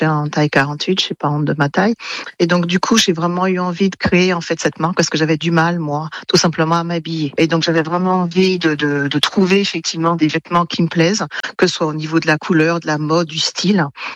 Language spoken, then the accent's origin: French; Martinique; moi aussi je suis originaire de la Martinique.